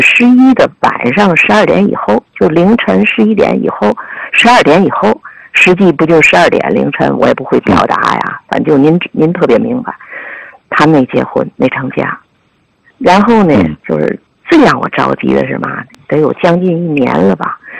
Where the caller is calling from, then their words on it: Tianjin, China; 我是来自天津市南开区的，我今年71岁，